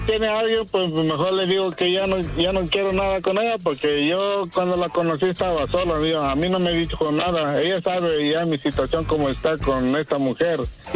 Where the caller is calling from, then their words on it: Morelos, Mexico; yo vivo en el Estado de Morelos.